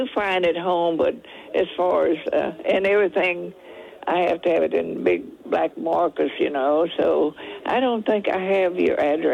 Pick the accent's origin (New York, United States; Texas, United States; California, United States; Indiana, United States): Texas, United States; Schulenburg; also born or lived in Freiburg, Texas